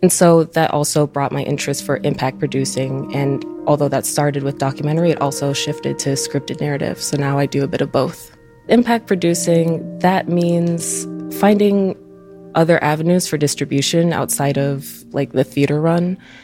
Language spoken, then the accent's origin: English; Oak Park, Illinois, United States; now in Chicago, United States; I grew up in Oak Park. Right now I'm living in Rogers Park, and I've been in Chicago for the past 4 years.